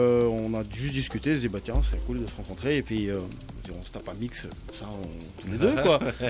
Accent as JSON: {"language": "French", "region": "Wallonia", "country": "Belgium", "said": "Moi je viens de Dijon, Beaurain."}